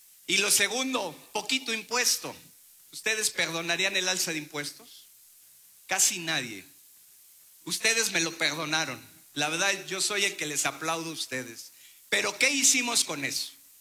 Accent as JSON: {"language": "Spanish", "region": "San Luis Potosí", "country": "Mexico", "said": "los potosinos estamos llamados a reconciliarnos"}